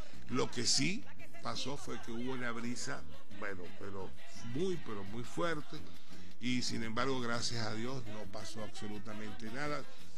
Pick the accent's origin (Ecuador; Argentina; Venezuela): Venezuela; somos los venezolanos los que vamos a salir de esto